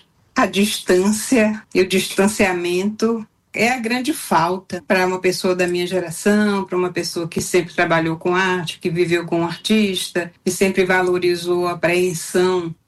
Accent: Bahia, Brazil; born there; Eu sou do sul da Bahia, da Mata Atlântica Costeira, então eu venho de uma paisagem muito exuberante.

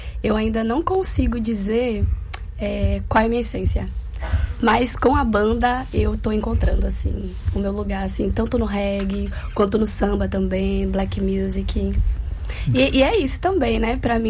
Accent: São Paulo, Brazil; now in Salvador, Brazil; E eu sou paulista, né? E aí eu tô aqui em Salvador

